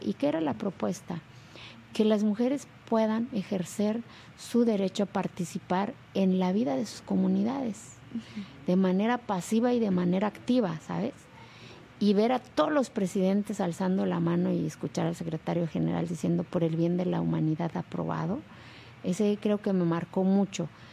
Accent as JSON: {"language": "Spanish", "town": "Santa María Quiegolani", "region": "Oaxaca", "country": "Mexico", "tie": "born or raised there", "said": "O sea, hace 18 años mi pueblo no venía en el mapa de este país. No existía Santa María Kiegolani."}